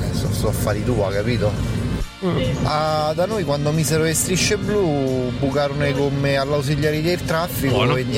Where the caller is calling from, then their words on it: Rocca Priora, Lazio, Italy; io sono De Rocca Priora, quindi un paese di 13.000 abitanti.